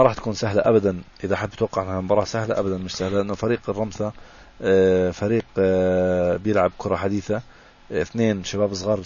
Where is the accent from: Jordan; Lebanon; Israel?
Jordan